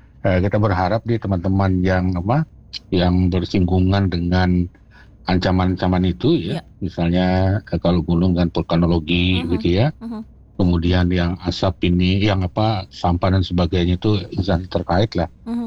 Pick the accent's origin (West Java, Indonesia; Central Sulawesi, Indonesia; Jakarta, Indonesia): West Java, Indonesia; Bogor; kita warga Bogor